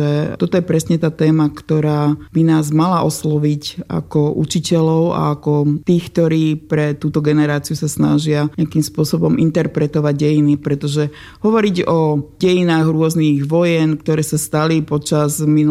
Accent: Dubnica nad Váhom, Trenčín Region, Slovakia; hoci sme z Dubnice

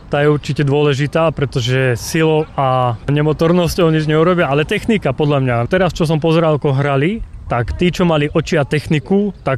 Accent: Poltár, Banská Bystrica Region, Slovakia; som z Poltára a som organizátor Nohejbalu, čo dneska sa hrá.

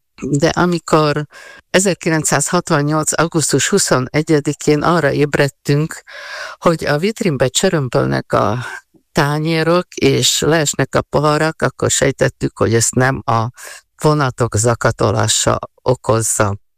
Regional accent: Košice, Košice Region, Slovakia; moved away; Kassai születésű vagyok, és annak ellenére, hogy már jó néhány éve elkerültem Kassáról, sőt mondhatnám azt is, hogy néhány évtizede nem élek Kassán.

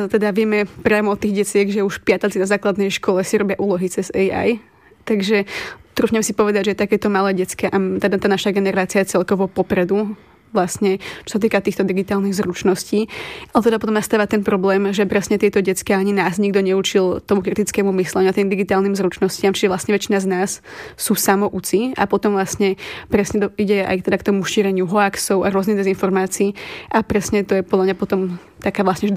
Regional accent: Považská Bystrica, Trenčín Region, Slovakia

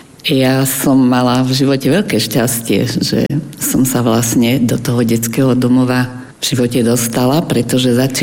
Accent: Prešov, Prešov Region, Slovakia; ja som Prešovčanka

